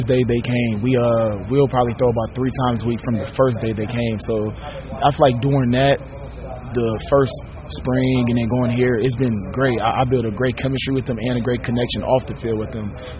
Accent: Detroit, Michigan, United States; moved away; I'm from Detroit

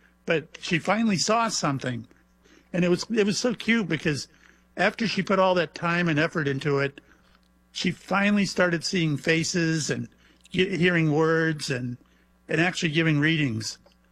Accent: Mayport, Florida, United States; born or raised there

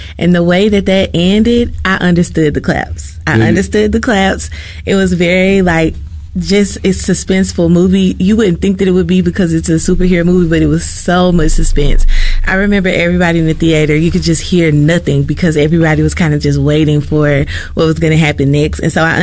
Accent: Southern United States, United States; And as a Southerner, I'm sure some people will be in uproar about this.

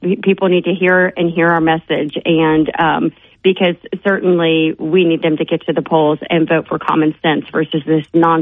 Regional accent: Kentucky, United States; We're in a similar situation where we have a U.S. Senate seat, and my home state is Kentucky, and a congressional seat that's open.

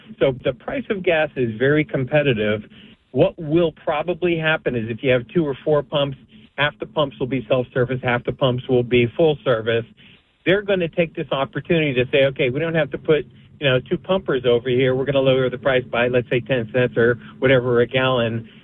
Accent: New Jersey, United States; now in Princeton, United States; I live my whole life in New Jersey

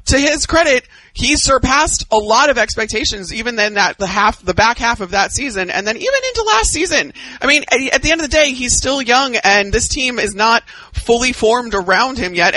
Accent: Chicago, Illinois, United States; I'm from Chicago.

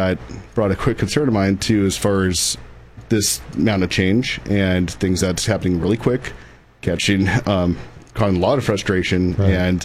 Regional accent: Grover Beach, California, United States; like I said, being born and raised in Grover Beach

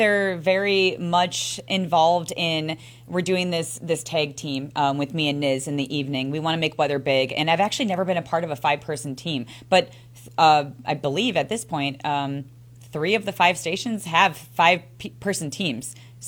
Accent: Franklin, Wisconsin, United States; now in Waukesha, United States; So, I mean, my heart is always a Southsider. I grew up in Franklin, so that's where my heart always will be.

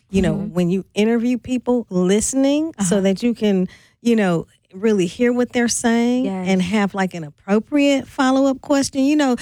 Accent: St. Louis, Missouri, United States; I grew up in St. Louis

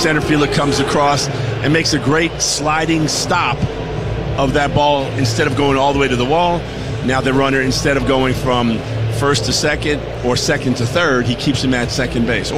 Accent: New York City, New York, United States; here I am coming from New York City. I didn't even know what fly fishing was.

